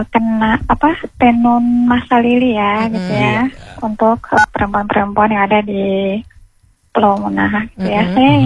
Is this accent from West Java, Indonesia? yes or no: no; Buton, Southeast Sulawesi, Indonesia; Ya, dari saya dari Buton Siompo, Buton Bimina Pada.